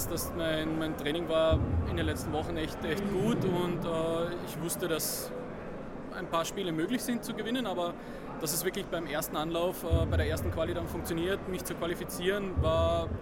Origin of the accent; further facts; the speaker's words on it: Austria; wir sind aus Österreich